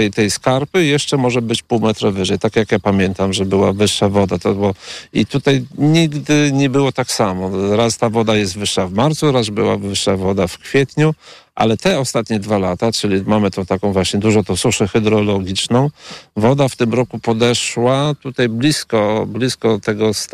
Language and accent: Polish; Wizna, Podlaskie Voivodeship, Poland; Tak, jestem z Wizny i tutaj jestem rolnikiem.